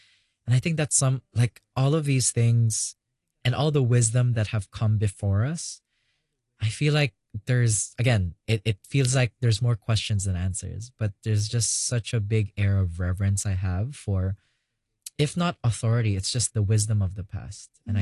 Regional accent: Philippines; it's amazing that we get to have all these, you know, experiences as a Filipino and unpack all these things.

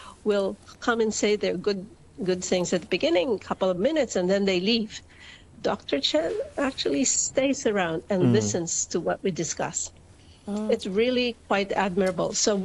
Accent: Philippines; moved away; I grew up in the Philippines, so I'm from the region

